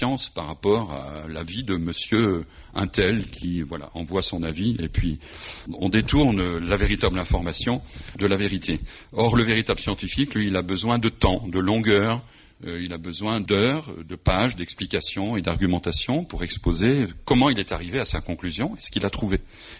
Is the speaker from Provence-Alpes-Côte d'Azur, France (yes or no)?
no; Lyon, Auvergne-Rhône-Alpes, France; Je suis lyonnais d'origine et j'ai fait mes études dans la commune où il résidait